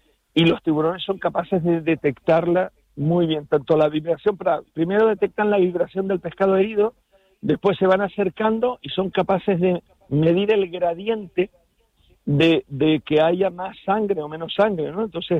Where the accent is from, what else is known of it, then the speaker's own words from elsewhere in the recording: El Hierro, Canary Islands, Spain; yo que voy a decir que soy del Hierro